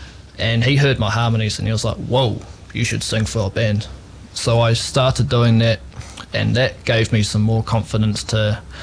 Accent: New Plymouth, Taranaki, New Zealand; I grew up here in New Plymouth. Have lived in many places around the place, many suburbs. I'm currently based out in Arukura

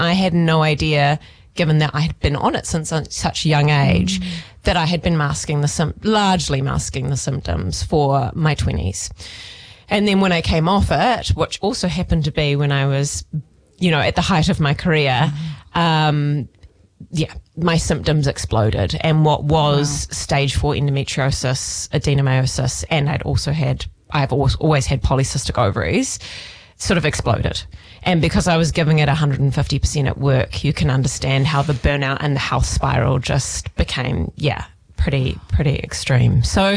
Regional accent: Auckland, New Zealand; moved away as an adult; now in Taranaki, New Zealand; I am not Taranaki born and bred. I am actually from Auckland originally. And what brought me to Taranaki, or has kept bringing me back to Taranaki, I think is the thriving energy sector that we have here.

